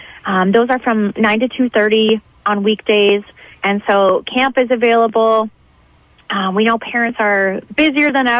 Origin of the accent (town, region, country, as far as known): Midwest, United States; also born or lived in Arizona, United States; now in Sioux Falls, United States